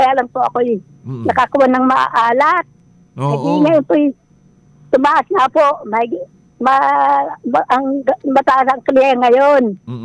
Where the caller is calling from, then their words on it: Lucena, Calabarzon, Philippines; Kaga-ilayang Iyam po, Lucina Sique